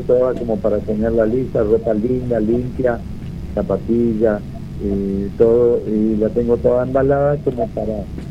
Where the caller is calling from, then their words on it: González Catán, Buenos Aires Province, Argentina; de González Catán.